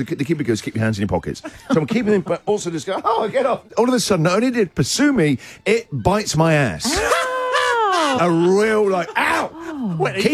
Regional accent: England, United Kingdom; The kids really want to see wombats. We're English. We've never seen a wombat.

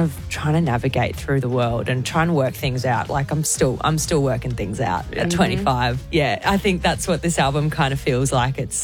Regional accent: Brisbane, Queensland, Australia; I grew up in Brizzy, so we were in the pool all the time

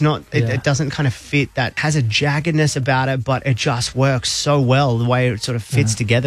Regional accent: Australia; Hey, you're on Kiss and we're so Aussie right now.

